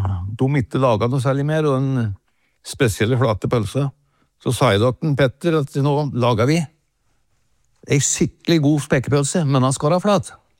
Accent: Åsmarka, Innlandet, Norway; min far drev jo forretning I Åsmarka, der jeg vokste opp.

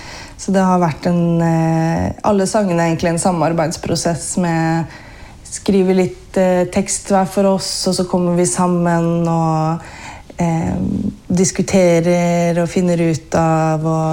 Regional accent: Geilo, Buskerud, Norway; Ja, jeg kommer fra Hallingdal, jeg kommer fra Geilo, men det hører man ikke så godt heller. Men oppvokst på Geilo, men familien fra Vestlandet

